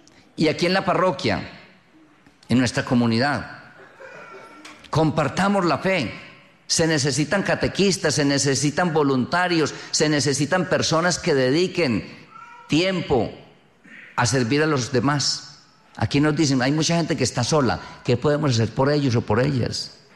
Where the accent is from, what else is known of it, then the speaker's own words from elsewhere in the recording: Colombia; born there; moved away; yo nací en Colombia, pertenezco a los misioneros de Yarumal, que es el Instituto de Misiones de Colombia.